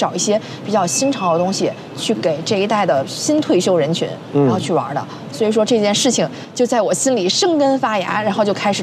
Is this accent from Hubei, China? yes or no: no; Beijing, China; 毕竟我自己土生土长的北京人，也30多年在北京了